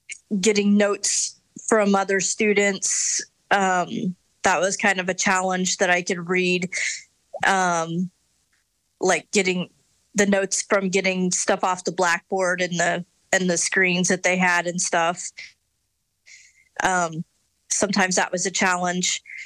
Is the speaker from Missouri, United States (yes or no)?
yes; Odessa, Missouri, United States; also born or lived in St. Joseph, Missouri; now in Columbia, United States; Odessa, Missouri. I grew up in Odessa, Missouri.